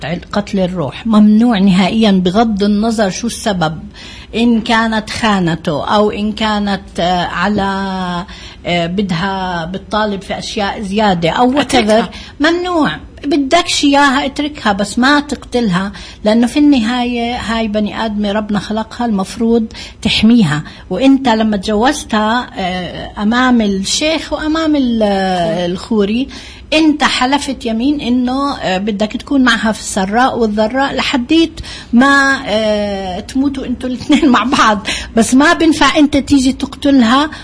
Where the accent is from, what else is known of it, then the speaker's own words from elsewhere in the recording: Palestine; عنا في فلسطين